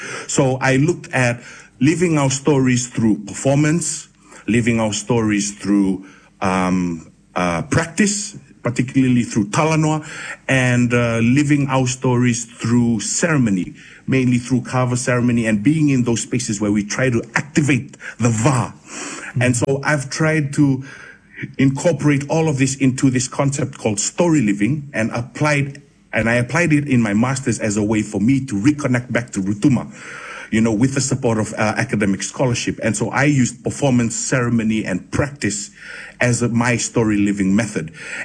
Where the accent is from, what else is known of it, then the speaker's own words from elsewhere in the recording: Fiji; You know, having been born and raised in Fiji, I always yearned for a connection to Rotuma, and I always needed that sort of grounding of who I was as a Rotuman navigating myself in the world.